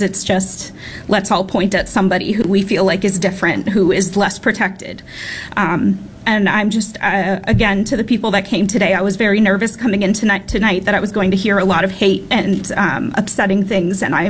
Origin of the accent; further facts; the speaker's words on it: Coös County, New Hampshire, United States; I grew up in Colas County, where the population is significantly French Canadian. It was not rare to walk around grocery stores or go to restaurants, a hair salon, and have somebody having a full French conversation in the chair next to you.